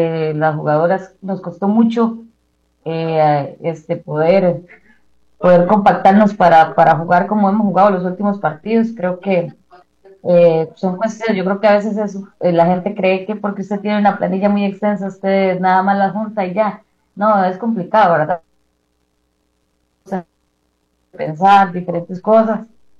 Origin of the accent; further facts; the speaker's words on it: Pérez Zeledón, San José, Costa Rica; moved away; desde que salí de Pérez Zeledón, he estado vinculada a este deporte